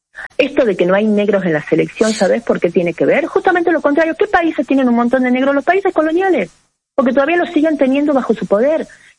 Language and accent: Spanish; Argentina; Igual yo soy argenta de la cuna hasta el cajón.